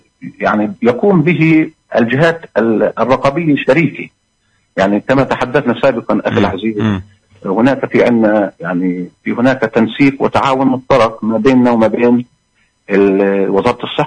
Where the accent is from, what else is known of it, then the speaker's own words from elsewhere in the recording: West Bank, Palestine; عندنا بالضفة الغربية